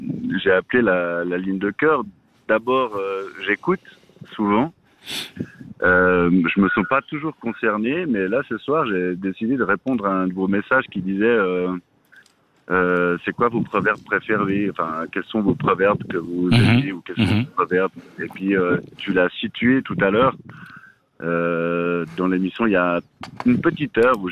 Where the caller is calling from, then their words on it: Valais, Switzerland; Je te dis-tu parce que je suis en Valais, et puis en Valais, il y a tout le monde qui se dit tu